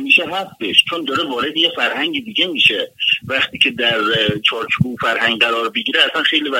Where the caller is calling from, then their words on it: Las Vegas, Nevada, United States; تو شهر خودمون، تو همین لاتویگار